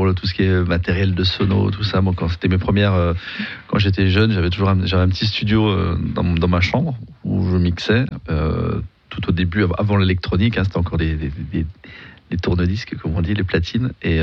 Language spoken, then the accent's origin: French; Besançon, Bourgogne-Franche-Comté, France; born there; also born or lived in Gray; je suis né à Grez, je suis franc-comtois, je suis né à Grez, j'ai vécu à Grez jusqu'à mes 8 ans, et ensuite je suis venu habiter à Besançon.